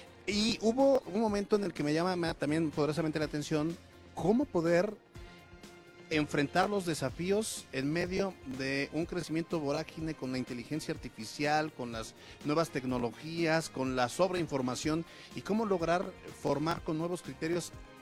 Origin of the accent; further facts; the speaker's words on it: San José Chiapa, Puebla, Mexico; hasta tiene la UPAEP más estudiantes que mi pueblo habitantes, ¿no? Digo, ya de entrada, aquí a San José al Chichica, Puebla.